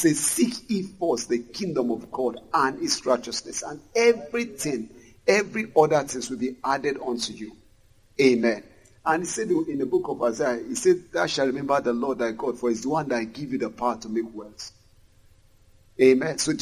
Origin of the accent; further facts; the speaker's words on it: Lagos, Nigeria; The moment I got to the gate, I said, I'm the artist from Lagos.